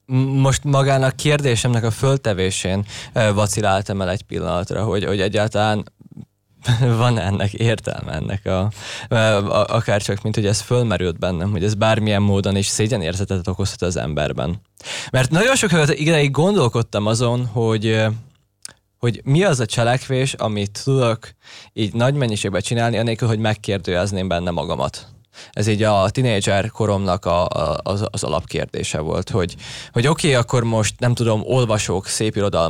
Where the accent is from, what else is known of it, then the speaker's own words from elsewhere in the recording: Slovakia; moved away; még anno otthon Szlovákiában